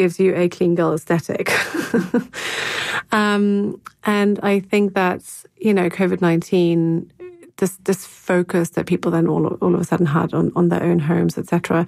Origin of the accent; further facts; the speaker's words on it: Hamburg, Germany; the flat that I grew up in Hamburg had, it evolved, obviously.